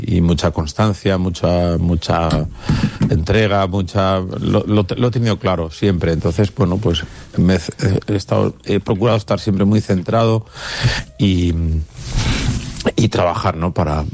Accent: Pamplona, Navarre, Spain; volví a mi tierra, que es Pamplona

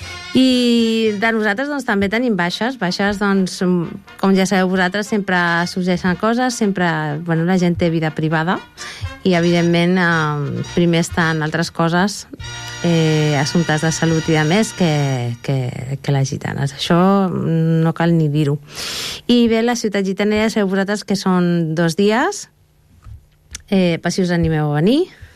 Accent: Catalonia, Spain

